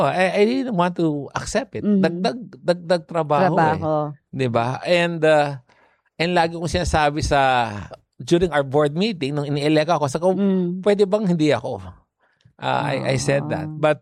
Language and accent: Tagalog; San Pablo, Calabarzon, Philippines; Laking ako, Laguna. Tagalog ako, taga San Pablo, Laguna.